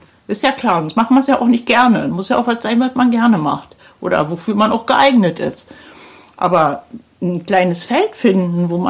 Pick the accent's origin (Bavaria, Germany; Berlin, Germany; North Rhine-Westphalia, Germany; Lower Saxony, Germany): Berlin, Germany; wo ich so fasziniert bin als Berlinerin, weil in Berlin interessiert sich keiner für den anderen, der da nebenan wohnt.